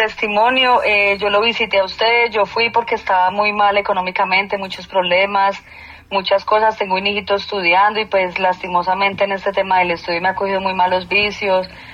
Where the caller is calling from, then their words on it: Medellín, Antioquia, Colombia; lo estoy llamando de por acá, de la ciudad de Medellín.